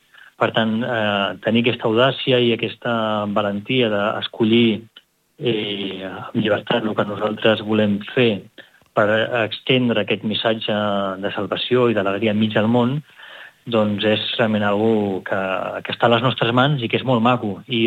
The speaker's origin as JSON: {"language": "Catalan", "town": "Girona", "region": "Catalonia", "country": "Spain", "tie": "born or raised there", "lives_now": "Rome, Italy", "said": "jo he passat la meva infància i adolescència i joventut a Girona, estudiant aquí a Girona, i amb la família també aquí a Girona"}